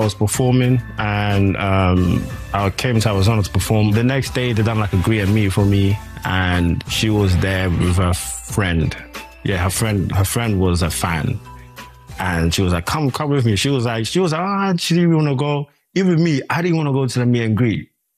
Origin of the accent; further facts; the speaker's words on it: London, United Kingdom; I was like, yeah, of course I'm from London. Where do you think I'm from?